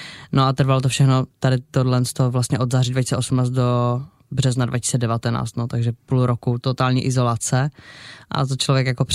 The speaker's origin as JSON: {"language": "Czech", "town": "Ostrava", "region": "Moravian-Silesian Region", "country": "Czechia", "said": "To už nebylo teda u nás v Ostravě, já jsem se léčila v Brně na dětské onkologii"}